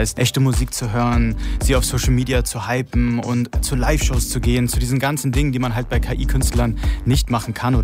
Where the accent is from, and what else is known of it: Berlin, Germany